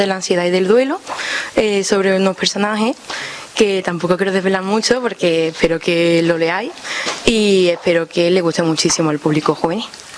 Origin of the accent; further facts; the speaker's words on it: San Roque, Andalusia, Spain; y muy contenta de estrenarme aquí en San Roque, en mi pueblo.